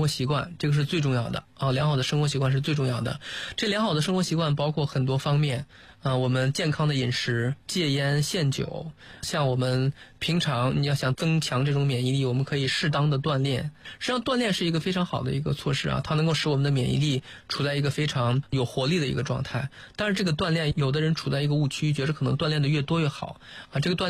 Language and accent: Chinese; China; 我们中国人